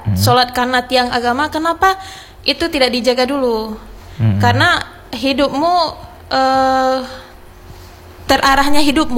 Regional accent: Aceh, Indonesia; karena kita nih dicap sebagai Aceh, bumi Serambi Mekah.

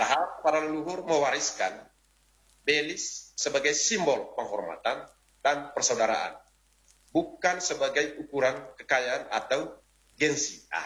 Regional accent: East Nusa Tenggara, Indonesia; Kalau konteks belis untuk kita orang Manggarai tidak seperti itu.

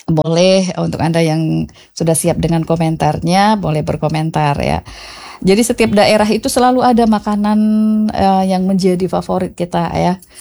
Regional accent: North Sumatra, Indonesia; karena saya orang Batak, makanan favorit orang Batak itu banyak gitu ya.

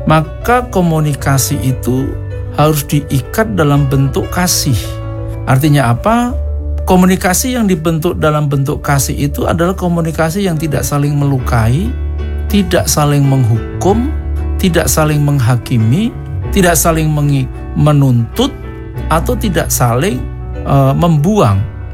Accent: Surakarta, Central Java, Indonesia; saya dari Solo

